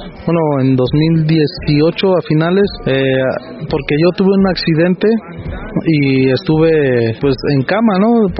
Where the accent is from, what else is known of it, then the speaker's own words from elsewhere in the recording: San José Tenango, Oaxaca, Mexico; dar a conocer mi pueblo, mi municipio, que es San José Tenango, que la gente externa de mi pueblo vea que Agua Oscura está presente, ¿no? Que Agua Oscura existe en el mapa, San José Tenango, Llano de Árnica